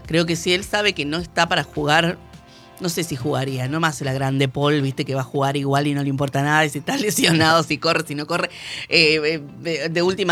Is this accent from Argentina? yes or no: yes; Argentina; los argentinos sabemos un montón de fútbol.